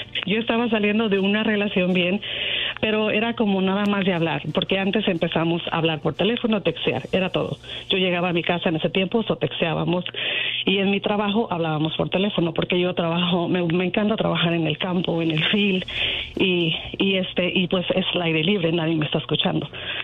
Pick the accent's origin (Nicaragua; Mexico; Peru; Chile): Mexico; a mí me encantan las carreras de caballos, soy mexicana, me gustan mucho las bandas, los rodeos, todo eso.